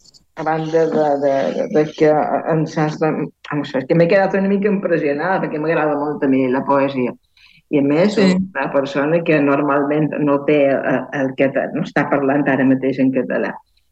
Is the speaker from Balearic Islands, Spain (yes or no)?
yes; Balearic Islands, Spain; Que con jo, però... soc de Mallorca.